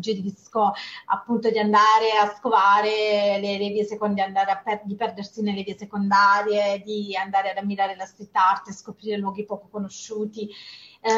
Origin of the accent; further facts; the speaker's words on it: Apulia, Italy; perché sono pugliese, come appunto si può sentire